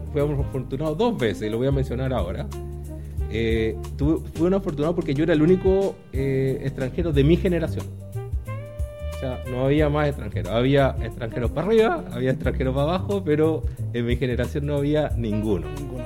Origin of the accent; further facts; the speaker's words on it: Panama City, Panamá, Panama; moved away as an adult; now in Chile; mis inicios partieron en Panamá. O sea, yo nací en Panamá, soy panameño, ¿no es cierto? Bueno, estudié en un colegio en Panamá, en Ciudad de Panamá.